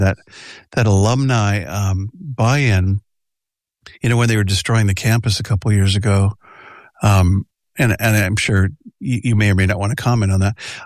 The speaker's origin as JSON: {"language": "English", "area": "National City", "region": "California", "country": "United States", "tie": "born or raised there", "also_born_or_lived": "Oceanside", "moved": "as an adult", "lives_now": "Humboldt County, United States", "said": "So I came up from San Diego as a hippie feral child."}